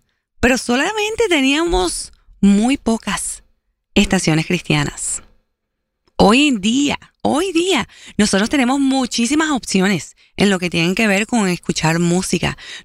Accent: Florida, United States; yo crecí aquí en los Estados Unidos, aquí en la Florida

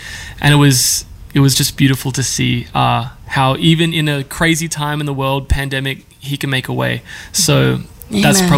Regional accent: Australia; moved away; I'm an Australian

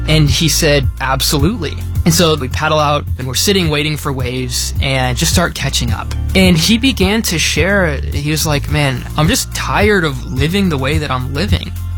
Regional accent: Minnesota, United States; now in San Diego, United States; I had learned one of my high school friends that I grew up in Minnesota, had moved 20 minutes away from me to San Diego, California.

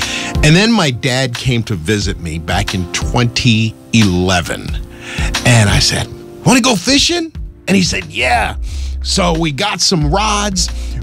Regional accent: Philadelphia, Pennsylvania, United States; we grew up in Philly

